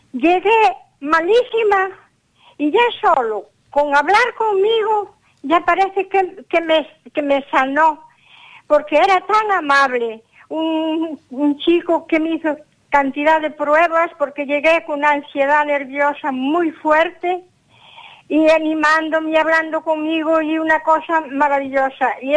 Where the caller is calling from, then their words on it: Tenorio, Galicia, Spain; Yo soy de Tenorio